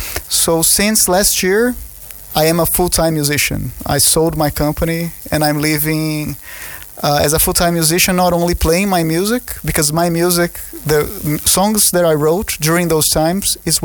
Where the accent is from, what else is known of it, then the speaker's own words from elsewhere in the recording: Brazil; Yeah, my main references, of course, I'm from Brazil. So I have a lot of references from like African music and also samba.